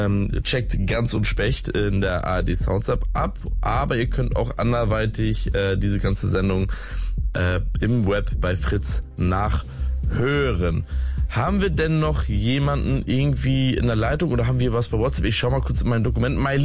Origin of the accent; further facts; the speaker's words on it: Lübeck, Schleswig-Holstein, Germany; denn ich komme ja gebürtig aus Lübeck, aus Norddeutschland.